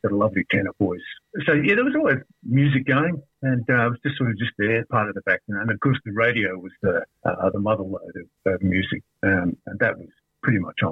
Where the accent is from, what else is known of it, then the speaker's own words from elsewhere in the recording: Toronto, Ontario, Canada; I grew up in Toronto, so I'm a product of the lake.